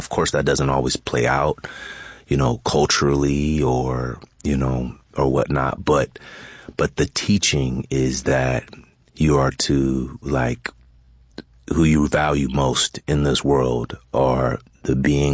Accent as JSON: {"language": "English", "region": "California", "country": "United States", "tie": "born or raised there"}